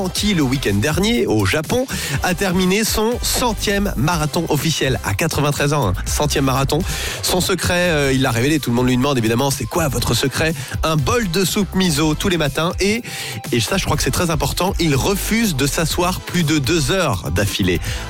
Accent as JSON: {"language": "French", "region": "Pays de la Loire", "country": "France", "tie": "born or raised there", "said": "ma région natale, de l'Anjou."}